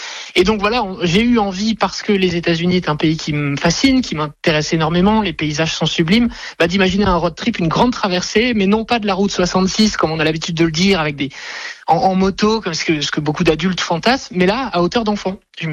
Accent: Metz, Grand Est, France; moi je suis de Metz

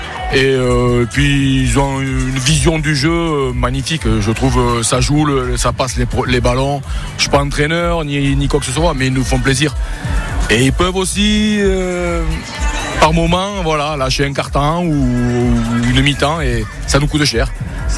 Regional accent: Pau, Nouvelle-Aquitaine, France; accent: accent chantant (southwestern, Béarnais); il est mignon notre accent.

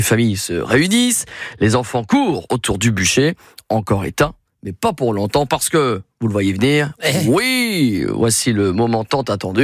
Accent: Grand Est, France; Chez nous en Champagne-Ardennes, cette coutume est restée particulièrement tenace.

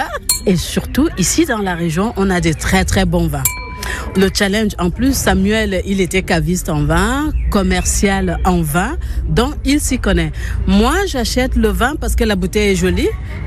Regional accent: Cameroon; now in France; Je viens du Cameroun

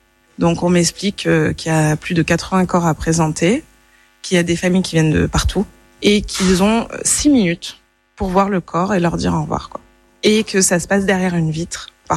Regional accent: Nice, Provence-Alpes-Côte d'Azur, France; born there; Je suis sur Nice depuis que j'ai 8 ans.

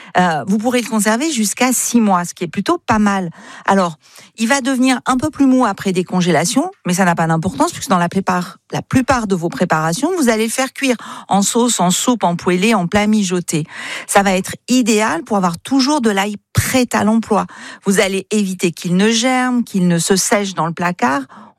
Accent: Occitanie, France; Il faut rappeler qu'en fait, chez nous, en Occitanie, on a 3 eaux remarquables.

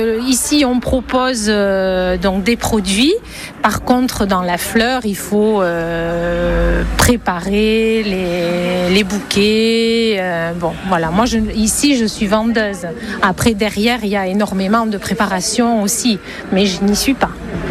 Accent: Mirepeix, Nouvelle-Aquitaine, France

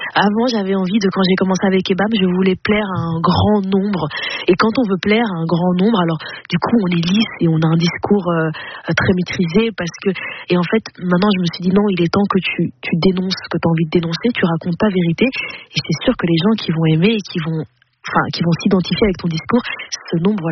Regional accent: Flanders, Belgium; puisque moi j'ai grandi en Flandre, donc la partie flamande

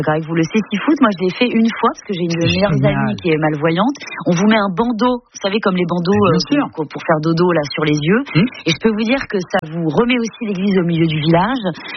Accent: Brittany, France; C'est froid, comme chez moi en Bretagne, une combi, et puis c'est parti.

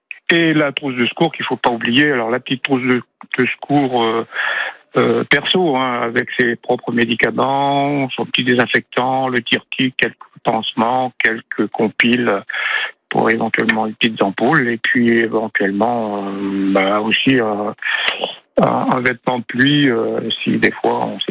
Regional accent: Nouvelle-Aquitaine, France; chez nous, en Creuse

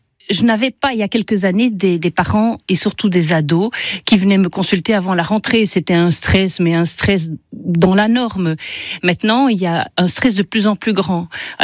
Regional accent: Belgium; je suis belge

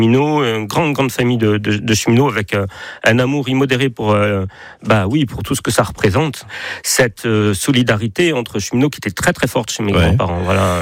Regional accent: Maubeaulieu, Occitanie, France; Oui, moi j'ai grandi à Maubeaulieu, juste à côté de Verseille, au milieu des champs avec les petites balades à vélo et puis ce côté-là de la campagne

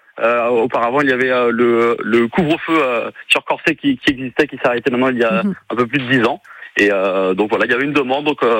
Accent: Pays de la Loire, France; Nous sommes cinq amis d'enfance. On a grandi ensemble dans le pays de Ray.

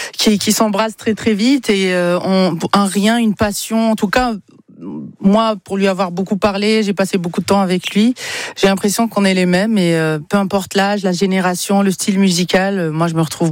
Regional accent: Algeria; moved away; Je vous dis la vérité, depuis que j'ai quitté l'Algérie, on dirait que ma résidence est une valise et un passeport.

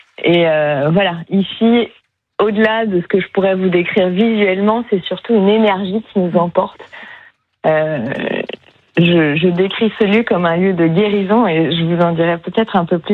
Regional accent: Paris, Île-de-France, France; now in Berry, France; je suis parisienne.

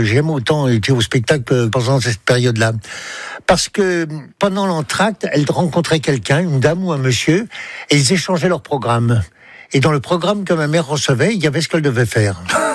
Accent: Paris, Île-de-France, France; Je suis né à Paris dans le 14e. J'ai passé mon enfance dans le 11e arrondissement.

